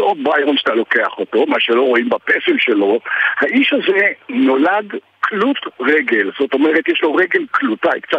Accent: Greece; ואתה יודע, כשאומרים לי את זה, אני מרגיש, בתור יווני

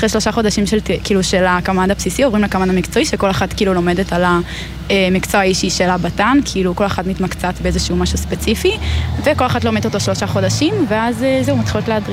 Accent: Kokhav Yair, Central District, Israel; מכוכב יאיר.

